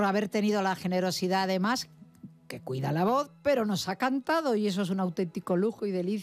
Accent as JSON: {"language": "Spanish", "town": "Madrid", "region": "Community of Madrid", "country": "Spain", "said": "de lo que somos nosotros, de lo que somos los madrileños, de lo que somos los españoles"}